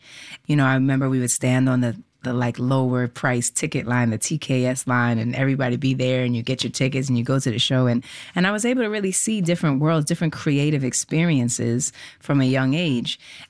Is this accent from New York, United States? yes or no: yes; New York, United States; But is definitely based on the experiences that I had growing up in New York.